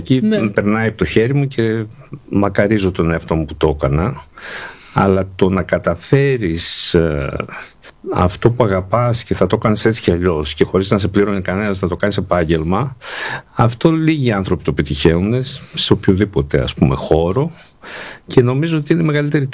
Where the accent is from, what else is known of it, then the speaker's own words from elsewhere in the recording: Thessaloniki, Central Macedonia, Greece; moved away as an adult; also born or lived in Rethymno; now in Athens, Greece; Είμαι Θεσσαλονικιός πρώτα απ' όλα, οπότε Βέβαια. Δεν μου λείψε ποτέ, δηλαδή, ούτε έφυγα και ποτέ.